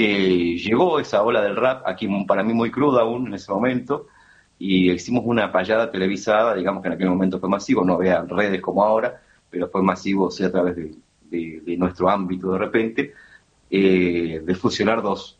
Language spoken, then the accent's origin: Spanish; San Vicente, Buenos Aires Province, Argentina; Vicente, provincia de Buenos